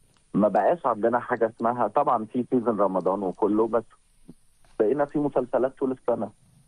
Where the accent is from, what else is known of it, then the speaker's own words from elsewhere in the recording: Egypt; زمان كان عندنا في مصر